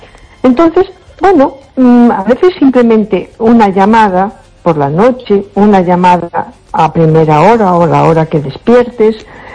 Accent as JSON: {"language": "Spanish", "town": "A Coruña", "region": "Galicia", "country": "Spain", "said": "Buenas noches … de Coruña."}